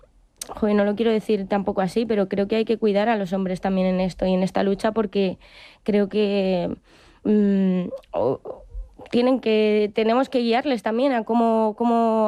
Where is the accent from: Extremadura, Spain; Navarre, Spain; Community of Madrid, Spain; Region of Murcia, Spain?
Community of Madrid, Spain; Madrid; viví una adolescencia yo también que soy de Madrid y el feminismo pues en 2019-2018 era una locura, las manifestaciones y todo.